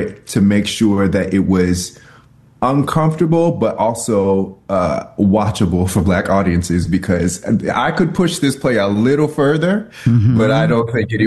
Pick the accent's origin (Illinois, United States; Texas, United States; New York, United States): Illinois, United States; Chicago; also, I'm from Chicago, so I had to make sure that the production was right for the hometown crew.